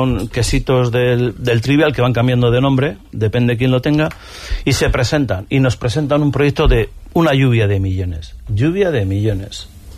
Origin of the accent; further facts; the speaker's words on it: Hondarribia, Basque Country, Spain; nosotros que somos de Amute